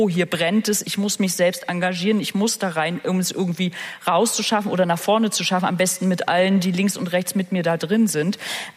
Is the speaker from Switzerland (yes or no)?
no; Rostock, Mecklenburg-Vorpommern, Germany; weil ich komme aus Rostock-Schmal. Das wurde früher Ghetto genannt.